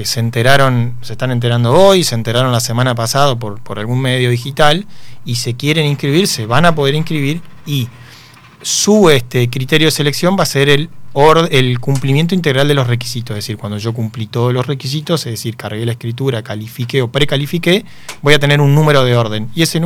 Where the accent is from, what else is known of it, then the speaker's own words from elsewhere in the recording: General Ramírez, Entre Ríos, Argentina; Yo soy de Ramírez